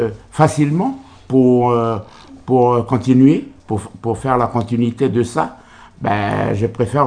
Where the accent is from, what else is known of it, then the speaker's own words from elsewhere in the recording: New Caledonia; Ici à Nouméa, mais on est originaire de la tribu de l'Arête